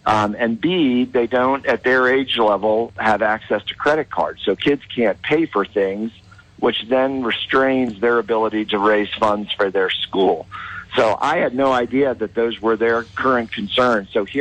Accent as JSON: {"language": "English", "region": "East Coast", "country": "United States", "tie": "born or raised there", "moved": "as an adult", "lives_now": "Rio Rancho, United States", "said": "I was born and raised on the East Coast."}